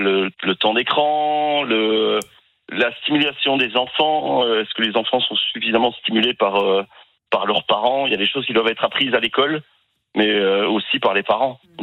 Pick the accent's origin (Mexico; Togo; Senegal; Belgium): Belgium; now in France; Moi, je suis belge et j'ai tellement de mauvais échos sur le public en France